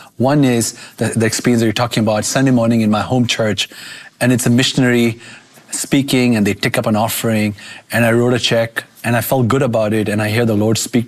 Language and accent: English; Kolkata, West Bengal, India; now in United States; I grew up in Calcutta, eastern part of India.